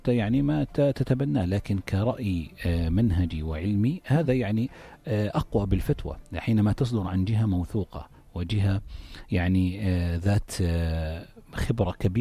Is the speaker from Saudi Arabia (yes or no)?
no; Jordan; عندنا في الأردن